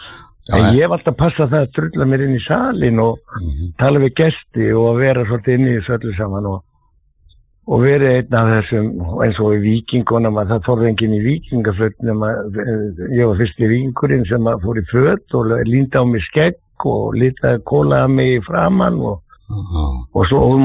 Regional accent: Reykjavík, Capital Region, Iceland; Já, ég fættur á uppalinn í Klefsóttinu

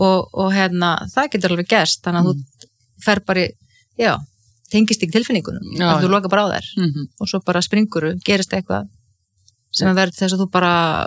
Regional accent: Ísafjörður, Westfjords, Iceland; moved away; ég alveg upp á Ísafirði

